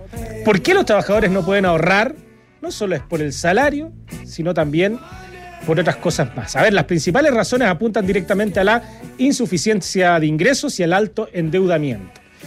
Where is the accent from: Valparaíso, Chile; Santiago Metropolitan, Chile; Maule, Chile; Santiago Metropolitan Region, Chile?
Maule, Chile; Retiro; Oriundo, lo que somos, oriundo de Retiro.